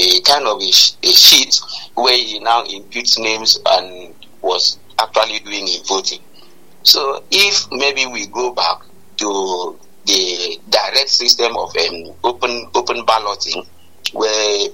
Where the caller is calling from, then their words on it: Calabar, Cross River, Nigeria; Yeah, this is the mayor of Urumuko calling from Calabar.